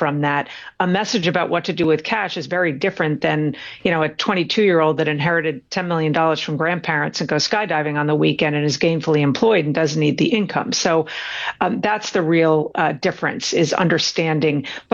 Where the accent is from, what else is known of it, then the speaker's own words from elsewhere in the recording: Norway; I went to my home country, Tom. I went to Norway.